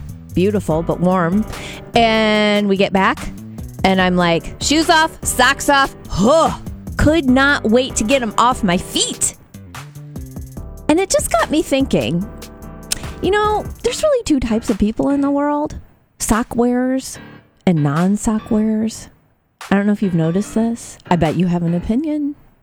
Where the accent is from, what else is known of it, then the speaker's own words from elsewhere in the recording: Metamora, United States; it does also dig up a memory from growing up in Metamora and going to St. Mary's Church, where we had a priest by the name of Father Matthew who was known for wearing red socks with his sandals.